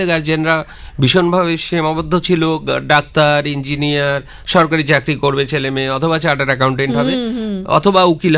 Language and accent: Bangla; Kolkata, West Bengal, India; কলকাতাতেই ছিলাম আমি ছোটবেলা থেকে, কলকাতাতেই বড় হয়েছি